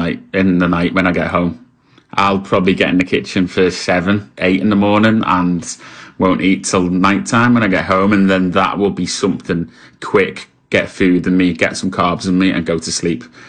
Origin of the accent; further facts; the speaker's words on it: Liverpool, North West England, United Kingdom; now in Manchester, United Kingdom; I'm from Liverpool, but based in Manchester.